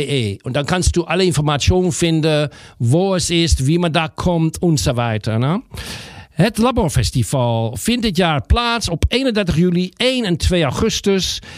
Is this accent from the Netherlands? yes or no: yes; Netherlands; German is a second language; du sprichst als Holländer doch lustig Deutsch für uns